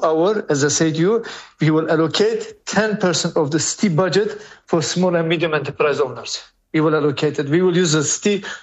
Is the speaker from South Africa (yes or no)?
yes; South Africa; as a South African